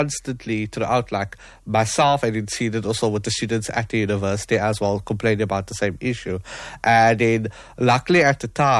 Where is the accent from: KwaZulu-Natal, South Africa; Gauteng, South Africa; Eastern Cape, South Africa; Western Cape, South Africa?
Western Cape, South Africa; Cape Town; I went to Beacon Hill High School, Beacon Hill, I was from Beacon Valley